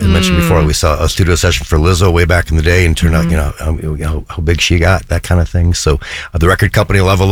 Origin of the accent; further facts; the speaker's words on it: Milwaukee, Wisconsin, United States; moved away as an adult; also born or lived in Madison / St. Paul / Aspen; I grew up in Milwaukee.